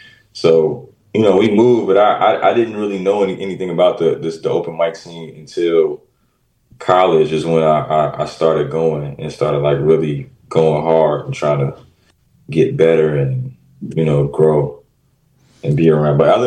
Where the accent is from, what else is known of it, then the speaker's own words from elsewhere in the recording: Maywood, Illinois, United States; So I'm originally from Maywood, so I'm from the west suburbs.